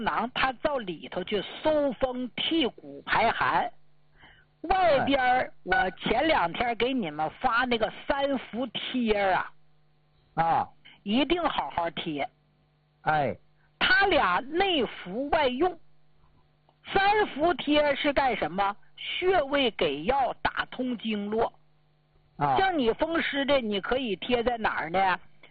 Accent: Jilin, China; 咱们老家吉林

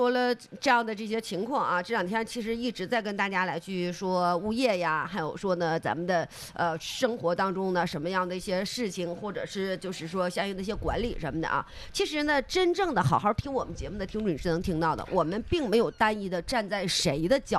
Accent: Northeast China, China; 作为东北人来讲的话吧

